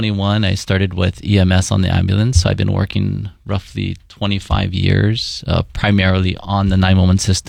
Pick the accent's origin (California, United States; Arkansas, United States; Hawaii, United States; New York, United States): Hawaii, United States; Hawaii Kai; So I'm born and raised in Hawaii. I grew up in Hawaii Kai.